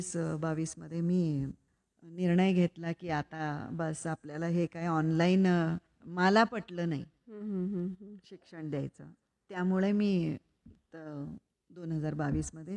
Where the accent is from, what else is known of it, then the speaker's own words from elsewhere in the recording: Wathar, Maharashtra, India; आणि वाठार म्हणून साताऱ्याच्या इथं आमचं एक गाव आहे, ते माझं माहेर आहे.